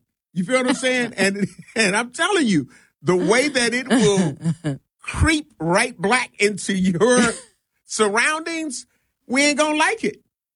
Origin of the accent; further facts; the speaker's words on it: Chicago, Illinois, United States; moved away; I'm from Chicago, and I've been living here for, you know.